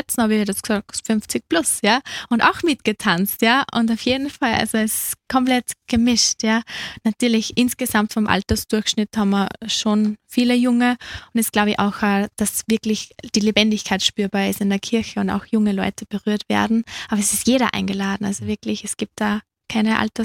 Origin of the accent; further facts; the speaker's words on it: Upper Austria, Austria; weil ich bin doch aus dem Müllviertel